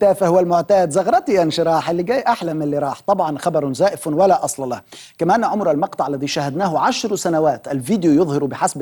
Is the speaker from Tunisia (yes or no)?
yes; Tunisia; أحد أبناء بلادي تونس